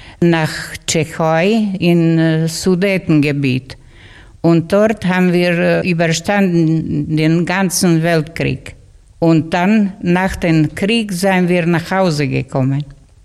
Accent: Švedlár, Košice Region, Slovakia; Ich stamme aus Schwedler … bin ich auch da in Schwedler geboren.

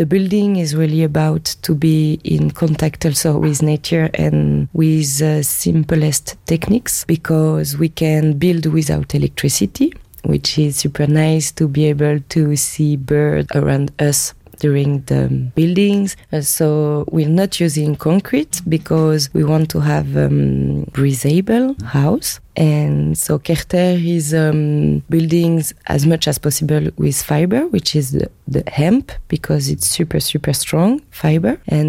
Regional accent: Brittany, France; English is a second language; I'm coming from the Britain part of France.

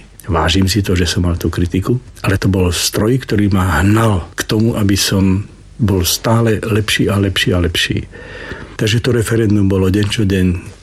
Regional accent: eastern Slovakia, Slovakia; moved away; ja som chlapec z východu

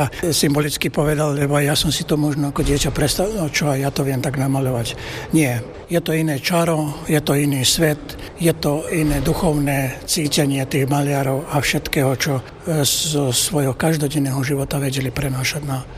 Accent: Kovačica, Vojvodina, Serbia; born there; Ja som sa narodil v Kovačici.

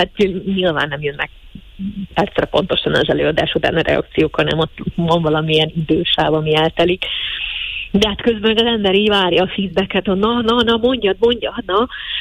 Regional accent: Šamorín, Trnava Region, Slovakia; moved away; Somorján játszani a kultúrházba, a szülővárosomban, abban a VMK-ban, ahol gyerekként is sokszor felléptem

